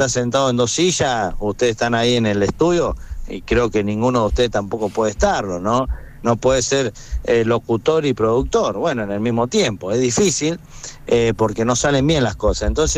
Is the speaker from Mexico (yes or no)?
no; Arias, Córdoba, Argentina; also born or lived in Venado Tuerto; No, de Arias.